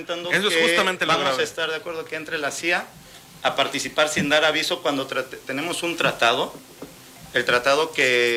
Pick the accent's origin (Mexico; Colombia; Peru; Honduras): Mexico; nosotros como mexicanos, entendemos que tenemos que trabajar en conjunto